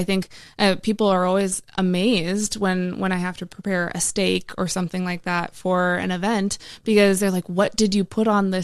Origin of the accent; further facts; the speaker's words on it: White Earth Reservation, Minnesota, United States; I grew up on the White Earth Reservation